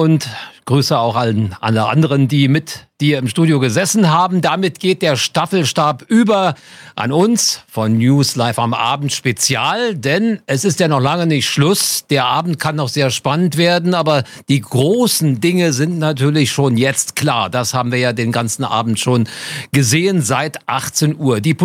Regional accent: Berlin, Germany; Ich bin genau wie du gebürtiger Berliner. Wir sind beide Westberliner

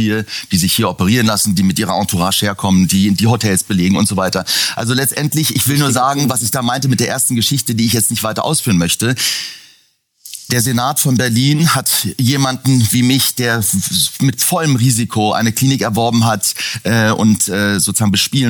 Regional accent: Iran; Und natürlich bin ich als Iraner besonders empfindlich auf die Thematik des hier im Westen aufkommenden Islamismus

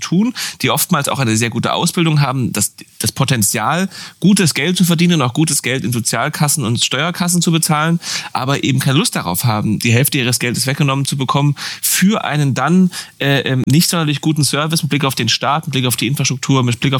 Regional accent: Berlin, Germany; Als Berliner. Ich kann es verstehen.

